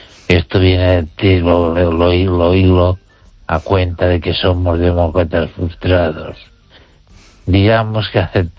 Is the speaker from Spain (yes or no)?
yes; Spain; Y no quiero ser recordado como una persona hecha cosa, sino como un español que razona.